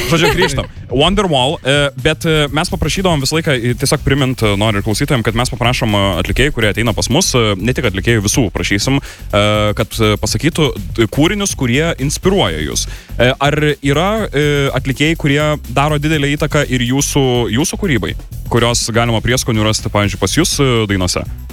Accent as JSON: {"language": "Lithuanian", "town": "Vilnius", "region": "Vilnius County", "country": "Lithuania", "said": "Nes aš esu iš Vilniaus, krepšinis, ir tada man būna labai sunku, nes aš gaunu daug heito."}